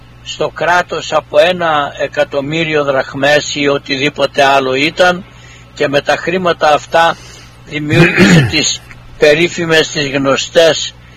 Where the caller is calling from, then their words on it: Northern Greece, Greece; Για εμάς που είμαστε από τη Βόρεια Ελλάδα